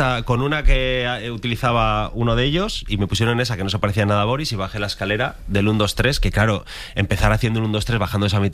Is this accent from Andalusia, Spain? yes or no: no; León, Castile and León, Spain; mi padre es de un pueblo de León, mi madre es de Astorga, mi padre un pueblo que se llama Hospital de Órbigo y hemos vivido siempre en León, ¿no? Pero yo en mi pueblo paso los veranos, navidades, tal, mi núcleo fuerte de amigos son todos del pueblo